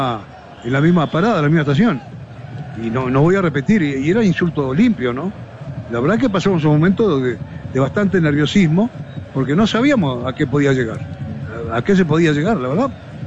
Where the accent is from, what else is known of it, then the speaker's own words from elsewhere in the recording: Uruguay; yo soy uruguayo.